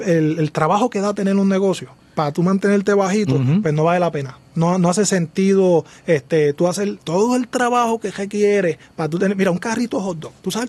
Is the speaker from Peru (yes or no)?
no; San Sebastián, Puerto Rico; San Sebastián, mi pueblo natal.